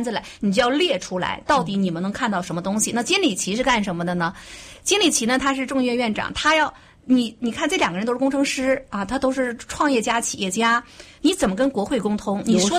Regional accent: United States; 我觉得这个是值得我们美国人庆贺的。

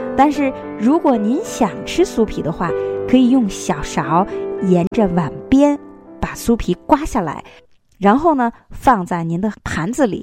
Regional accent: China; 我们中国人

